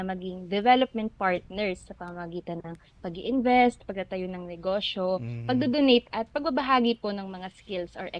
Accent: Calabarzon, Philippines; Ako po, taga Batangas po ako, Sir.

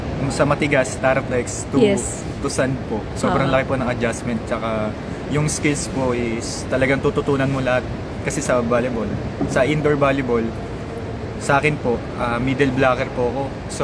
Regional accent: Meycauayan, Central Luzon, Philippines; Mikawayan, Bulacan.

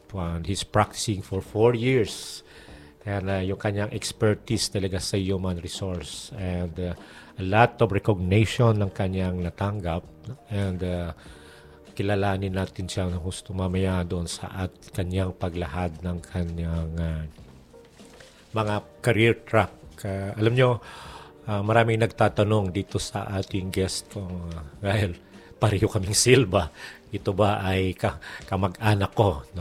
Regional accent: Anilao, Western Visayas, Philippines; yung aking parents ay sa Anilaw at ako'y pinanganak sa Anilaw

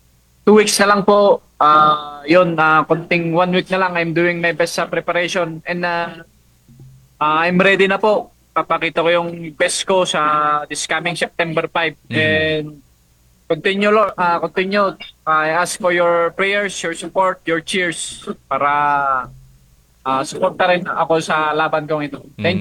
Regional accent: Cordillera Administrative Region, Philippines; pride naman ako na nire-represent yung Pilipinas bilang isang Pinoy, and lalong-lalo na dito sa amin as sa Cordiller

